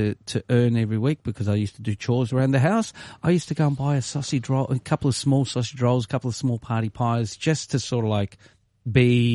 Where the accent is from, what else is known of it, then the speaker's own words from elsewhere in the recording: Australia; born there; I was born in Australia. I was conceived in Italy, to be honest, on mum and dad's honeymoon. I was born in Australia.